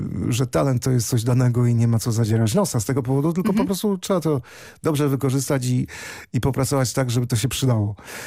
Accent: Kalisz, Greater Poland Voivodeship, Poland; do mojego ogrodu pod rodzinnym Kaliszem

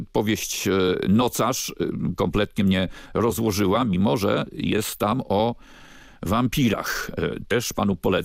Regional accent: Warsaw, Masovian Voivodeship, Poland; Jako warszawiak, niektórzy nawet może trochę na wyrost mówią warszawianista, ale nie na wyrost mogę powiedzieć warszawiak w czwartym pokoleniu

